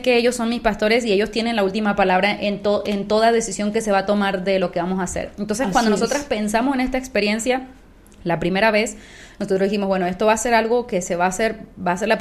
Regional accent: Argentina; Soy argentina.

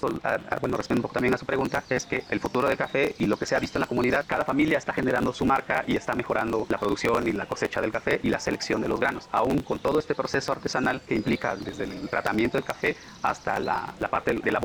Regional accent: Tanetze de Zaragoza, Oaxaca, Mexico; Provengo de la comunidad de Tanetes, Zaragoza, el lugar en donde producimos y vivimos con el café.

